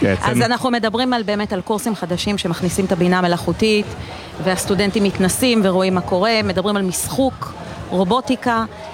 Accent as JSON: {"language": "Hebrew", "town": "Nahariya", "region": "Northern District", "country": "Israel", "also_born_or_lived": "Tel Aviv", "lives_now": "Kfar Vradim, Israel", "said": "אני מהצפון, אני גרה בכפר ורדים, במקור מנהריה."}